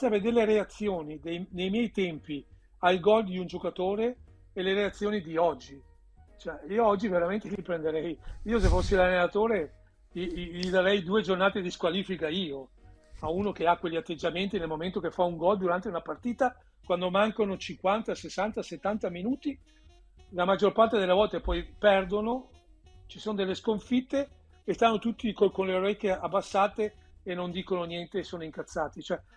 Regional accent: Veneto, Italy; io poi sono veneto, quindi non avevo tanto bisogno di conoscerla, ma il Veneto è un popolo di lavoratori, è un popolo umile

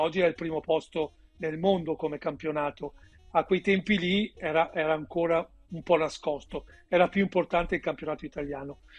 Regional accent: Veneto, Italy; Io giocavo in una squadretta del mio paese, in Veneto

